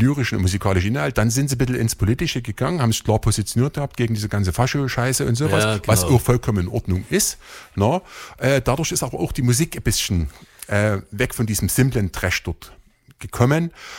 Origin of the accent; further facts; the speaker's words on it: Germany; als Deutscher